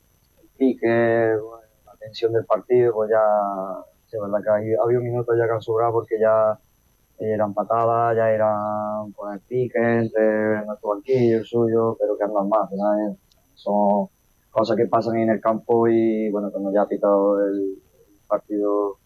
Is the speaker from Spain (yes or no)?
yes; Andújar, Andalusia, Spain; mi primera experiencia también como entrenador con el equipo de mi pueblo